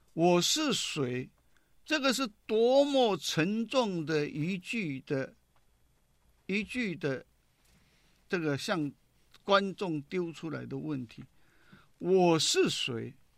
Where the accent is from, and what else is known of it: Taiwan